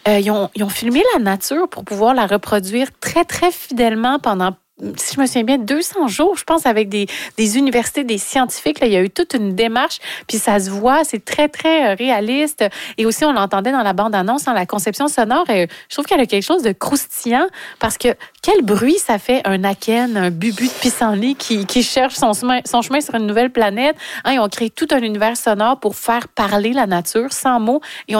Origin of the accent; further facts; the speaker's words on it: Rimouski, Quebec, Canada; C'est peut-être un régionaliste parce que je viens de Rimouski. Je ne suis pas montréalaise